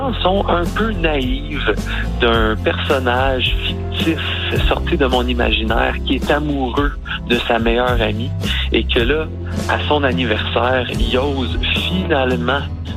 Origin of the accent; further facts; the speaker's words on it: Quebec, Canada; also born or lived in Ottawa, Ontario / Gatineau / Montreal; now in Nelson, Canada; Je suis un auteur, compositeur, interprète natif de Ottawa, mais j'ai grandi au Québec, entre Gatineau et Montréal, et maintenant, depuis 5 ans, j'habite à Nelson, dans le sud de la Colombie-Britannique.